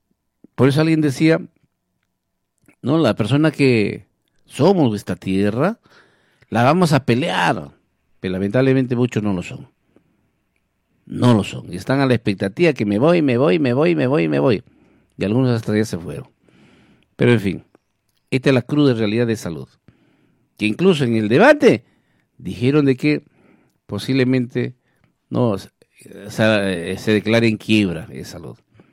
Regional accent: Villa Rica, Pasco, Peru; pero Villarrica, mi tierra hermosa, ¿ah? La tierra del café.

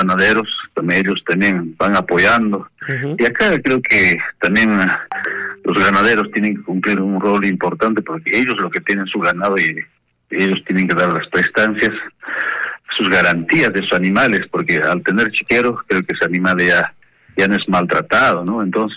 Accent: Chumpi, Ayacucho, Peru; nuestro pueblo de Chumpi

